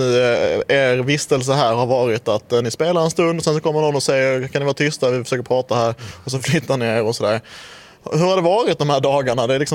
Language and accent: Swedish; Dalarna County, Sweden; born there; Jag är ändå född i Dalarna, vill jag föra till protokoll.